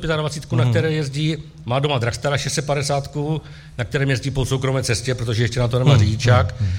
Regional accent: Opava, Moravian-Silesian Region, Czechia; Já už to mám kousek tady, já jsem z Opavy.

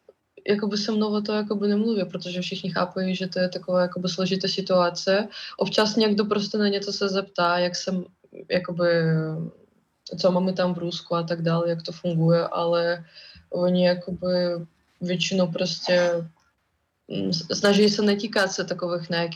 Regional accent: Russia; Czech is a second language; now in Prague, Czechia; i když jsme z Ruska

